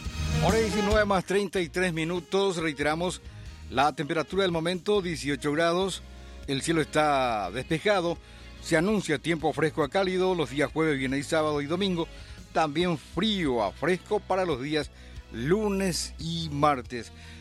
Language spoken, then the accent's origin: Spanish; Paraguay